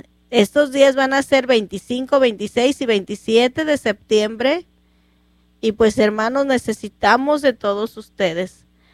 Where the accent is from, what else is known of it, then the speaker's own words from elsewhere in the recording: Mexico; los que somos mexicanos, de dónde venimos, cuáles son nuestras raíces.